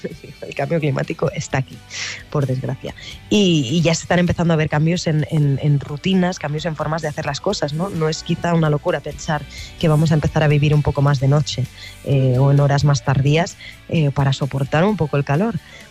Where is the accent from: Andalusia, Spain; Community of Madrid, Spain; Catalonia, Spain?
Catalonia, Spain; Barcelona; Esto lo hemos visto claramente en mi ciudad natal, Barcelona.